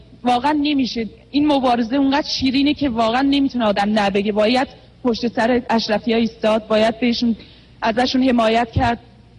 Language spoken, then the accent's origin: Persian; Switzerland; Persian is a second language; از سوئیس. من همینجا تو سوئیس به دنیا اومدم، متاسفانه هیچ ایران نبودم، ایران رو ندیدم، در کنار هموطنانم زندگی نتونستم بکنم.